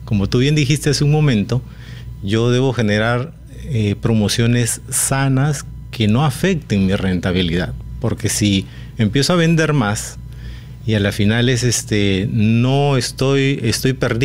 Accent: Talara, Piura, Peru; Mi tierra. Soy nacido en Talara, Piura.

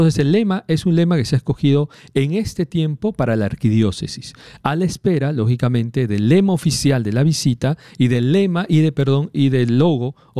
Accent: Peru; tenemos como peruanos y peruanas esa sed de Dios

